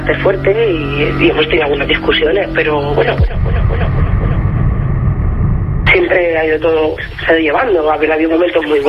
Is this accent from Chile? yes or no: no; Barcelona, Catalonia, Spain; now in La Mancha, Spain; nos marchamos de donde somos, nosotros somos de Barcelona y nos fuimos a vivir a La Mancha.